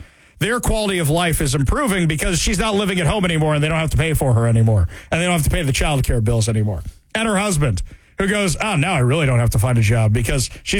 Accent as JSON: {"language": "English", "region": "New York", "country": "United States", "said": "We didn't really know anything about Seattle. We're from New York."}